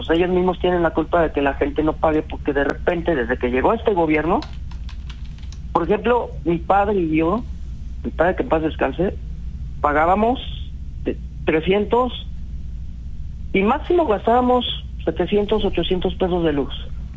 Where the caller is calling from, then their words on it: Mexico; Vivo en México